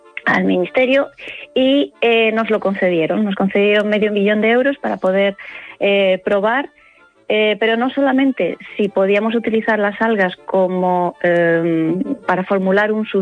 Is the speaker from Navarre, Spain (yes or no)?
no; Murcia, Region of Murcia, Spain; now in Madrid, Spain; soy murciana. Nací en Murcia, crecí toda mi infancia pasando los veranos en los Urrutias, en las orillas del Mar Menor